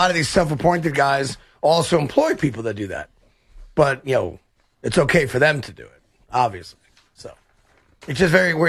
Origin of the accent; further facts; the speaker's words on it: United States; as an American